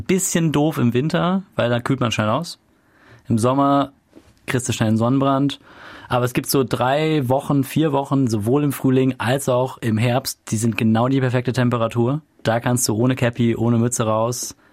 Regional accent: Lower Saxony, Germany; moved away as an adult; also born or lived in Bielefeld / Cologne / Bremen / Copenhagen; now in Leipzig, Germany; Ich komme aus dem Emsland, Bielefeld Bachelor gemacht, dann habe ich in Köln 2 Jahre noch gearbeitet

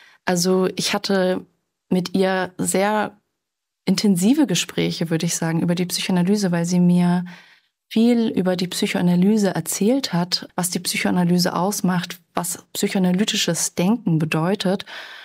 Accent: Germany; first language German and French; ich bin zweisprachig aufgewachsen, mit meinem Vater habe ich Französisch gesprochen, mit meiner Mutter Deutsch, ich bin ja auch in Deutschland aufgewachsen.

